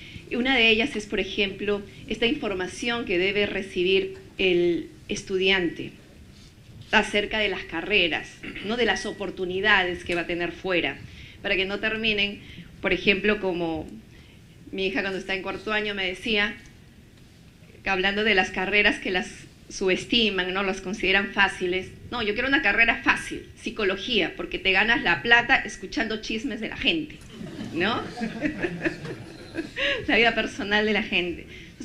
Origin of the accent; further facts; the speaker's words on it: Chachapoyas, Amazonas, Peru; moved away; porque al igual que ellos vinieron de provincia, yo también, porque yo soy de Chachapoyas, Amazonas